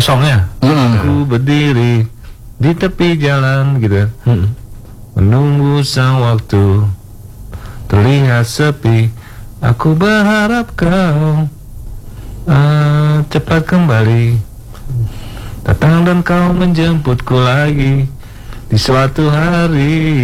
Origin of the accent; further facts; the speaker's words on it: Jakarta, Indonesia; born there; Gue sih emang orang Jawa, bapak ibu gue Jawa. Ibu Solo, bapak Jember. Cuma gue lahir di Jakarta, jadi Betawi, jadi Betokau ya.